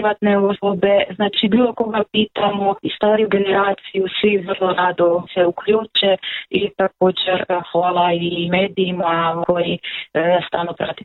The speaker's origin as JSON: {"language": "Croatian", "town": "Serdahelj", "region": "Zala", "country": "Hungary", "tie": "born or raised there", "lives_now": "Prelog, Croatia", "said": "rodom sam iz Serdahelja, ja živim u Prelogu"}